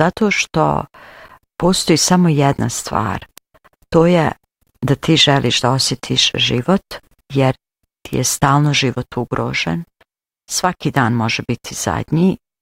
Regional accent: Hotonj, Federation of Bosnia and Herzegovina, Bosnia & Herzegovina; I onda meni je, iz Hotonja sam bila ja, jedna apotekarka, koje smo išli do grada na posao.

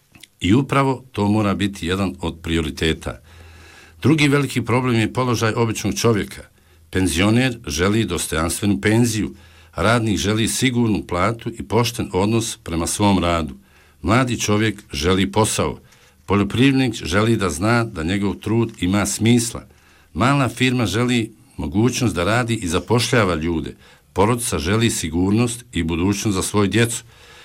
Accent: Doboj Istok, Federation of Bosnia and Herzegovina, Bosnia & Herzegovina; also born or lived in Tuzla; Dolazim iz Doboj istoka, dobro poznajem ovaj kraj, ali sam kroz život vezan i za Tuzlu i za cijeli Tuzlanski kanton.

